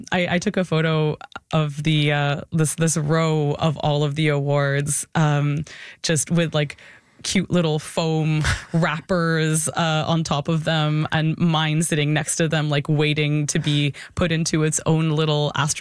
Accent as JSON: {"language": "English", "country": "Canada", "said": "I'm Canadian"}